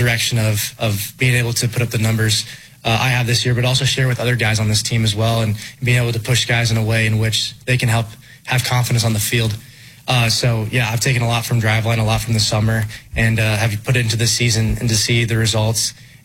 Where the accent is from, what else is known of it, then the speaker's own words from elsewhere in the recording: Colorado, United States; So I'm still from Colorado, but they're like, oh, you're from Arizona now. I'm like, no, I'm not.